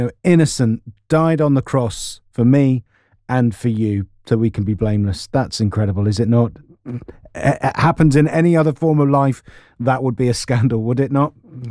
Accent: Leicester, East Midlands, United Kingdom; David is in Leicester. My home city, David.

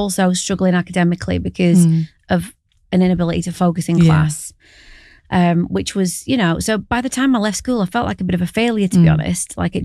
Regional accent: Barnsley, Yorkshire and the Humber, United Kingdom; born there

